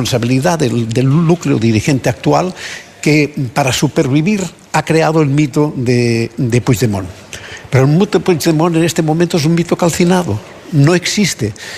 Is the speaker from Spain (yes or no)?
yes; Catalonia, Spain; Un poco difícil, hace porque yo soy ciudadano de España, pero catalán, que es distinto, pero bueno.